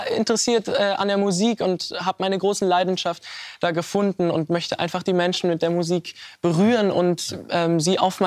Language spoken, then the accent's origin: German; Weimar, Thuringia, Germany; Ich spiele bei Empor Weimar in meiner Heimatstadt.